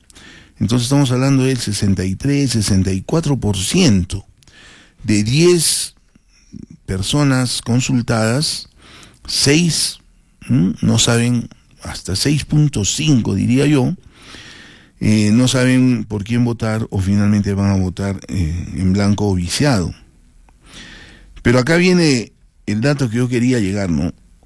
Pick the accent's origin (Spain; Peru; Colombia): Peru; Arequipa; Yo estoy hablando como ciudadano, como un arequipeño más en este momento